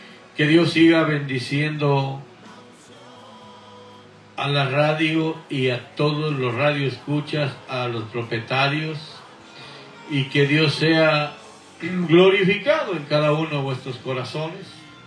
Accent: Guatemala; born there; moved away; allá en Guatemala, mi tierra natal.

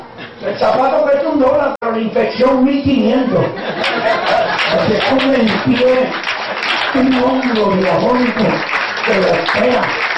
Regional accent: Italy; Bueno, que yo soy italiano, pero yo soy mezclado ahí también.

